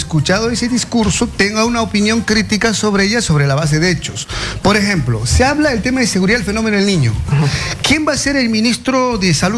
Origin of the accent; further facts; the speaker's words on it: Cusco, Peru; Yo vengo de la región del Cusco